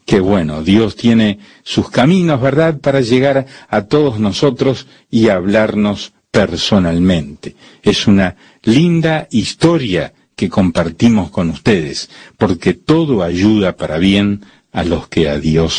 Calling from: La Guaira, Vargas, Venezuela; soy de Venezuela, estado Vargas, La Guaira, San Antonio, calle 9, casa 36, código postal 1166.

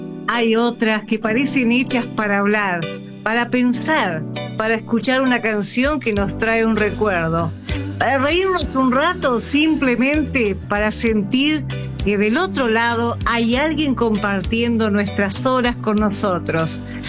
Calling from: General La Madrid, Buenos Aires Province, Argentina; fui parte también como radio aficionada acá en General La Madrid, en mi pueblito

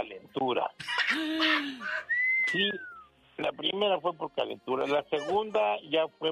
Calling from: Las Vegas, Nevada, United States; La tercera ya me casé aquí en Las Vegas.

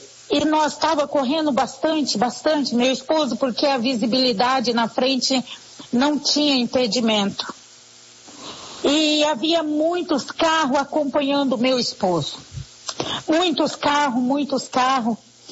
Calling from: Coxim, Mato Grosso do Sul, Brazil; Sou aqui do Mato Grosso do Sul, da cidade de Coxim.

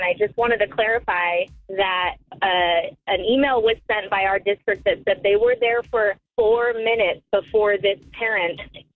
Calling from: California, United States; I'm actually calling from Calaveras County.

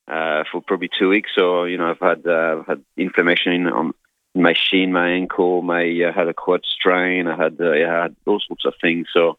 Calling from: New South Wales, Australia; I am in New South Wales, so I'm 30K from Wagga Wagga.

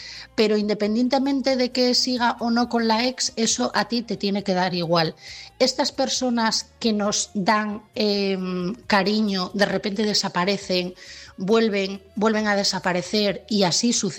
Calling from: Asturias, Spain; de Asturias

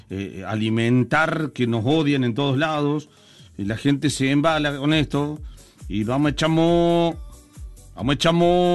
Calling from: Bell Ville, Córdoba, Argentina; de Belville, loco.

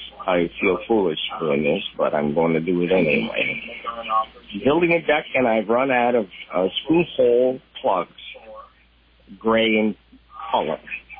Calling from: St. Albans, Vermont, United States; St. Albans, sir.

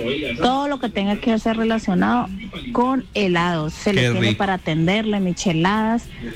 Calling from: Florida, Valle del Cauca, Colombia; los escucho de Florida Valle.

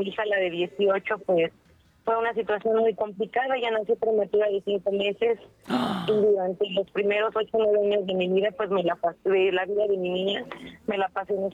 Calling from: Tenango del Aire, State of Mexico, Mexico; Soy de Tenango del Aire.

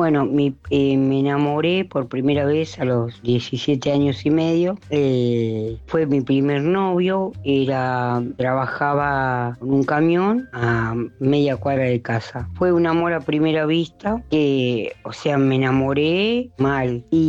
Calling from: Wilde, Buenos Aires Province, Argentina; de Wilde.

